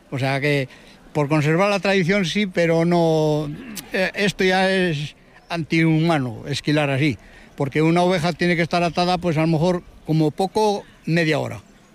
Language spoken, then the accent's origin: Spanish; Brieva de Cameros, La Rioja, Spain; Que soy de aquí de Breva de Cameros, nacido y me he criado aquí toda la vida